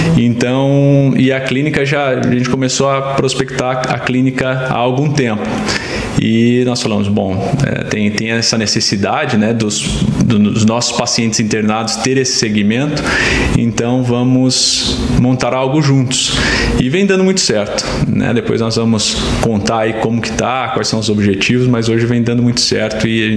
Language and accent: Portuguese; Tubarão, Santa Catarina, Brazil; Como equipe, eu vim de Tubarão, Criciúma, da região sul ali, me formei em Tubarão e trabalhei algum tempo entre Criciúma e Tubarão.